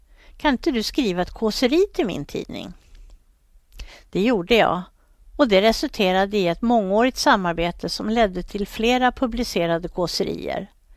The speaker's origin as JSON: {"language": "Swedish", "town": "Stockholm", "region": "Stockholm County", "country": "Sweden", "tie": "born or raised there", "said": "Men miljöerna är jag förstås bekant med eftersom jag växte upp i Vällingby."}